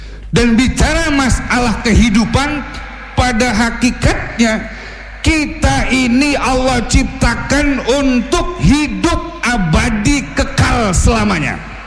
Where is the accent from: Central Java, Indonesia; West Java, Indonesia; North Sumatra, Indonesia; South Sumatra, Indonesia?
West Java, Indonesia; Bekasi; Ya saya kan orang Betawi pinggiran Pak. Tadi kata MC saya orang Jakarta. Padahal sih nggak tapi Jakarta saya. Nggak tapi Jakarta saya. KTP saya DK Bekasi. Daerah memang segitiga